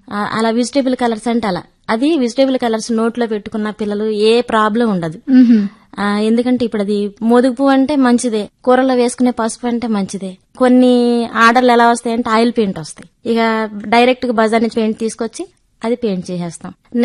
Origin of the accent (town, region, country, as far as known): Kondapalli, Andhra Pradesh, India